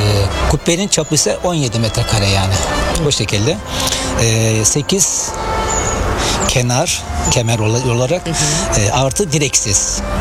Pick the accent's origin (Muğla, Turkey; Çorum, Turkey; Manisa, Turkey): Manisa, Turkey; Manisa Sarıgül'den aslen Uralıyım. Yaklaşık 3 senedir buradayım.